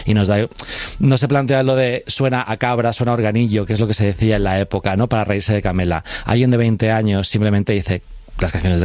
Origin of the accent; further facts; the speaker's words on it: Alcorcón, Community of Madrid, Spain; yo, que crecí en Alcorcón, gente que hemos crecido en el barrio